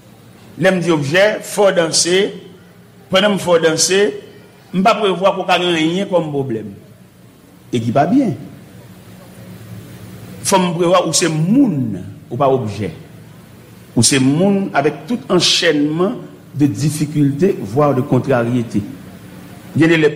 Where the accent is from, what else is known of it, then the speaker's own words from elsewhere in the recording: Haiti; nous-mêmes haïtiens chrétiens